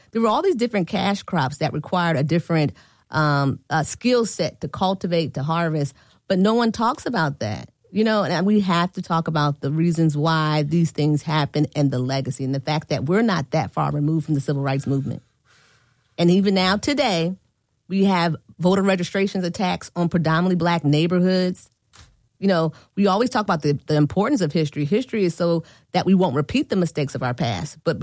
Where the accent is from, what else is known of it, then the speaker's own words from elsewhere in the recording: Ohio, United States; moved away as an adult; now in Philadelphia, United States; I'm from Ohio, so I was home